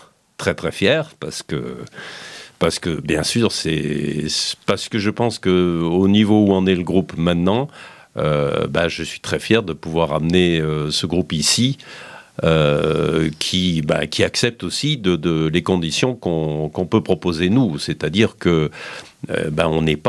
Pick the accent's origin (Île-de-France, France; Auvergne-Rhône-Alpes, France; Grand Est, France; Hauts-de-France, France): Auvergne-Rhône-Alpes, France; Die; moved away; j'ai quand même donc vécu toute mon enfance à Die, où j'ai quand même fait beaucoup de musique à Die, à la MJC.